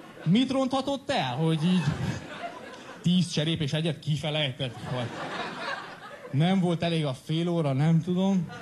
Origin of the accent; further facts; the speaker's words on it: Cluj-Napoca, Cluj County, Romania; én külföldi vagyok, én Kolozsvárról jövök